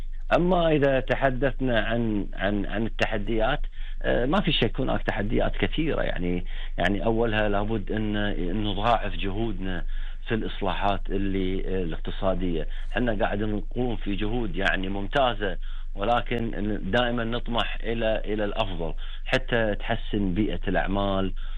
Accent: Kuwait; عندنا في الكويت

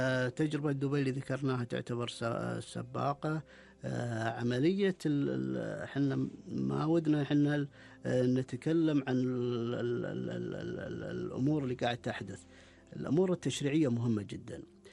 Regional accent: Kuwait; عندنا بالكويت

